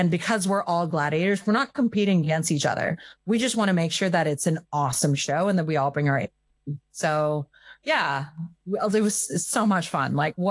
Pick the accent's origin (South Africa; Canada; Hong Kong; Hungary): Hong Kong; also born or lived in Oregon, United States; I think as a child, like I didn't even feel American, like growing up. I grew up in Aplachow in Hong Kong.